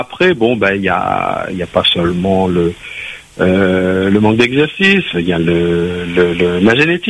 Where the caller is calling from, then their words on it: Saint-Denis, Réunion; je suis de Saint-Denis, je suis un KMB, Carf Malbar Blanc.